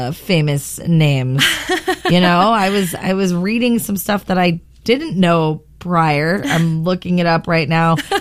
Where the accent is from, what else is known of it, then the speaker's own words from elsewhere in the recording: Santa Barbara, California, United States; growing up in Santa Barbara and just really adapting to the Hispanic community. And even though I'm Japanese Italian, definitely having some roots there.